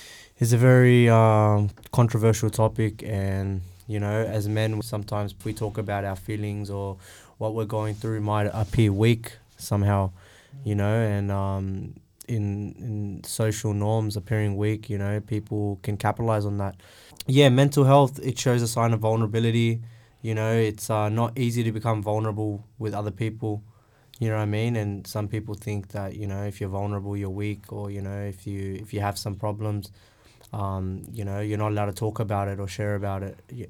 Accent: Australia; From Pakistani background. I was born in Australia, born and raised in Australia.

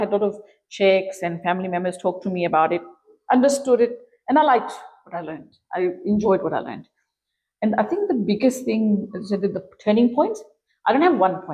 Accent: Fiji; moved away as an adult; now in Australia; Because we're from Fiji

